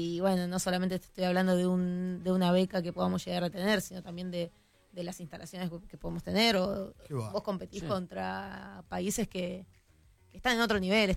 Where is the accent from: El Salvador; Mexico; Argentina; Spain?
Argentina; Somos argentinos y creo que saca siempre un poco ese fuego interno